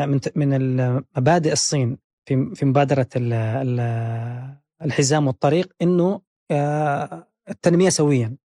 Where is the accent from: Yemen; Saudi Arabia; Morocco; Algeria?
Yemen; now in China